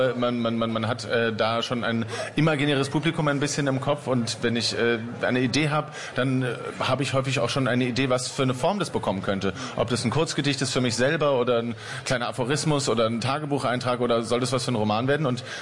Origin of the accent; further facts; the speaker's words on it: Berlin, Germany; so sind wir Berliner